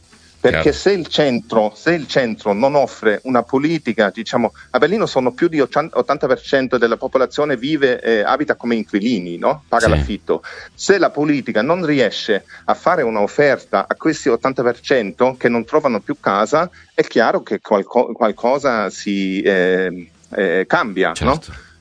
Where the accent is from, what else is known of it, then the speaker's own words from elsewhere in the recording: Bavaria, Germany; moved away; della Baviera, da dove vengo io